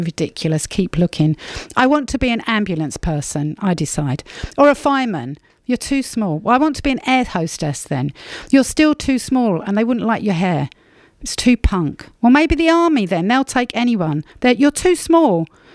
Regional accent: East of England, United Kingdom; now in Bermondsey, United Kingdom; although I'm from Essex, I was in Bermondsey at the time

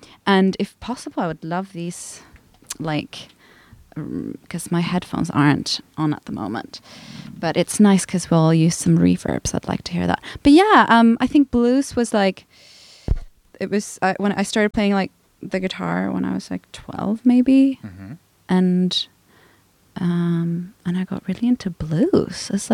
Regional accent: Sweden; I grew up in Sweden.

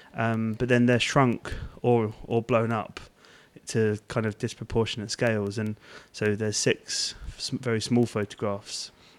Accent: Hastings, South East England, United Kingdom; I grew up in Hastings

